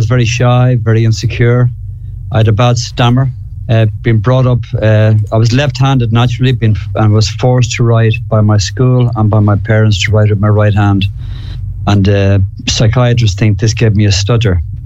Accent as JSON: {"language": "English", "town": "Dublin", "region": "Leinster", "country": "Ireland", "tie": "born or raised there", "said": "Well, I'm Irish. I'm brought up in Dublin, a Catholic business family."}